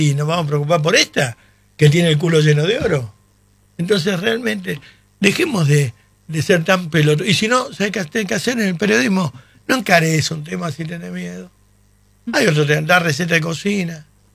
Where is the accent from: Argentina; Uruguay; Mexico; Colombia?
Argentina; Pero hablo como argentino.